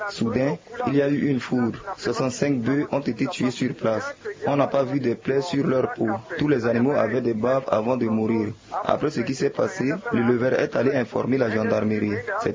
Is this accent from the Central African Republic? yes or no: yes; Mambélé, Sangha-Mbaéré, Central African Republic; chez nous à Mambélé